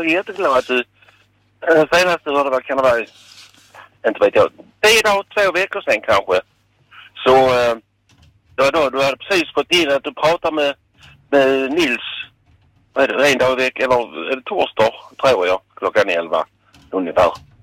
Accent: Malmö, Skåne, Sweden; Jag är född och bor i Malmö. Uppvuxen här.

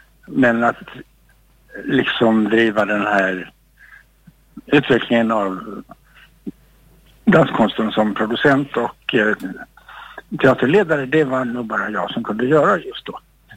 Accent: Lund, Skåne, Sweden; now in Malmö, Sweden; jag växte upp i Lund och då var jag på gymnasiet där

